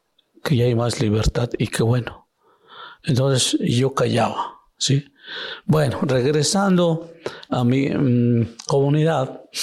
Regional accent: Tanetze de Zaragoza, Oaxaca, Mexico; born there; first language Zapotec; Spanish is a second language; also born or lived in Talea de Castro; Tanetze, Zaragoza, mi pueblo original, o de origen.

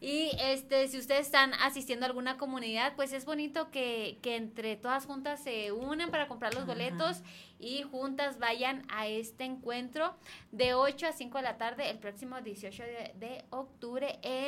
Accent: Chihuahua, Mexico; 18, es que yo soy de Chihuahua.

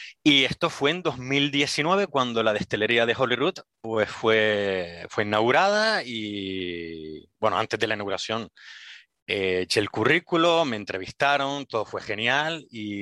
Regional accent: Las Palmas de Gran Canaria, Canary Islands, Spain; moved away as an adult; now in Edinburgh, United Kingdom; Pues soy de Gran Canaria, de Las Palmas de Gran Canaria

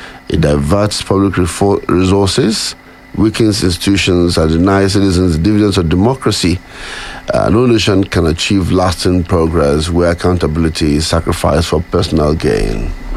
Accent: Nigeria; as a Nigerian

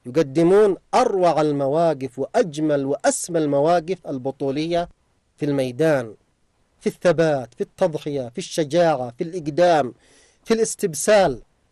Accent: Yemen; ويستهدفون بلدنا اليمن من أجل هذا

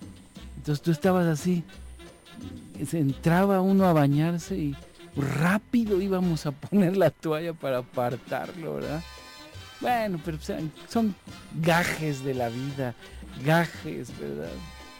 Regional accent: Ecatepec de Morelos, State of Mexico, Mexico; Soy de Catepec de Morelos.

